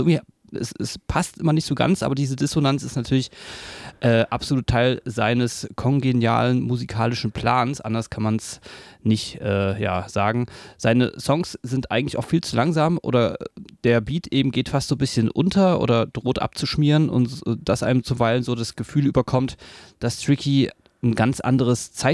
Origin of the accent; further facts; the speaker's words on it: Berlin, Germany; Also ich komme aus Berlin, war da ist man jetzt mit der Szene, war?